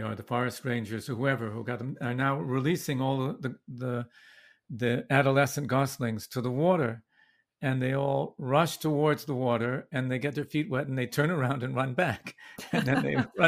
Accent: Vancouver, British Columbia, Canada; So, yes, I was born in Vancouver. My mother came there from Bangalore. Her family had gone to India from Baghdad when the British left

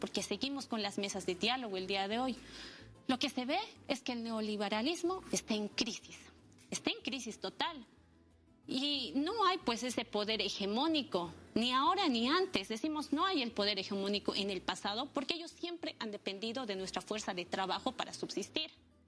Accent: Bolivia

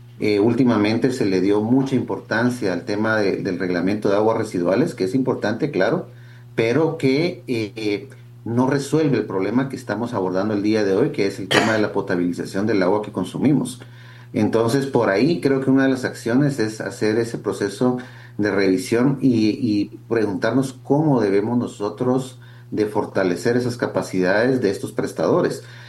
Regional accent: Guatemala; Y el tema acá quizás es que como guatemaltecos no hemos aprendido de lo que la historia de la humanidad ha generado

